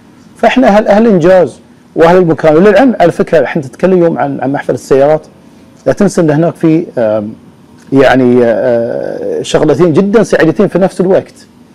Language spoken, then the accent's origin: Arabic; Bahrain; moved away as an adult; now in Malaysia; إحنا عندنا تنوع في البحرين